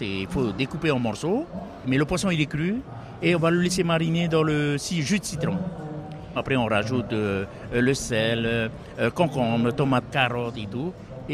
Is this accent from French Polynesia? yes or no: yes; Raiatea, Leeward Islands, French Polynesia; on est d'origine de Raiatea